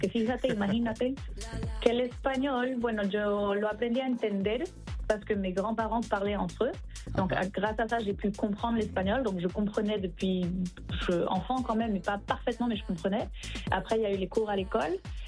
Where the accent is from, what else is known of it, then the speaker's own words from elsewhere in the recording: Haiti; en fait je viens d'Haïti mais j'ai une réalité relativement privilégiée on va dire là-bas